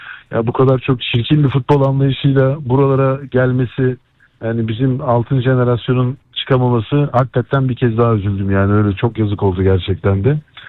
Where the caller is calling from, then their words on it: Istanbul, Turkey; İstanbul'dan arıyorum.